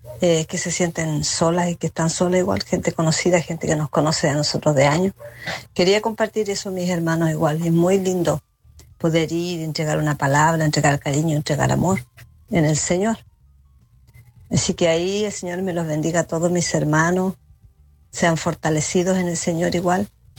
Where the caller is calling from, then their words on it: Puerto Montt, Los Lagos, Chile; soy de acá de Puerto Montt.